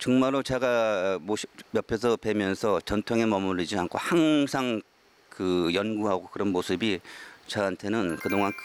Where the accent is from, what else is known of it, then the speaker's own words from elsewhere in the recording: Yeongdong, North Chungcheong, South Korea; 그래서 제가 어릴 때부터 마스게임이나 그 축제에 참석을 하다 보니까 자연스럽게 그 국악을 접하게 됐고